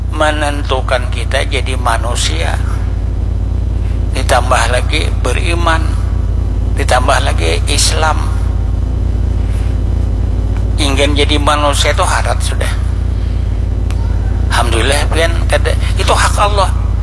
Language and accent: Indonesian; South Kalimantan, Indonesia; Ya bahasa kita orang Banjar, paharatnya tupang deh.